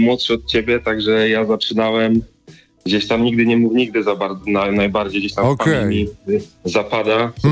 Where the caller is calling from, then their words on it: Greater Poland Voivodeship, Poland; Nie, akurat z Wielkopolski.